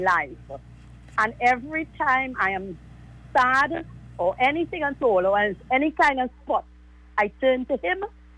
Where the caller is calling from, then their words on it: Woodbrook, Port of Spain, Trinidad & Tobago; I am calling from Woodbrook.